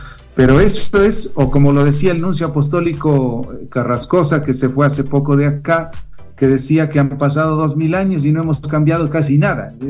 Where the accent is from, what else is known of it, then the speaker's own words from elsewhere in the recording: Baños de Agua Santa, Tungurahua, Ecuador; born there; yo nací en Baños de Agua Santa y siempre fui mariano por mi madre, la Virgen del Rosario de Agua Santa.